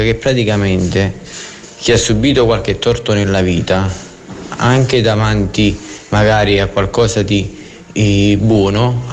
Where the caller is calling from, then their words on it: Salerno, Campania, Italy; da Salerno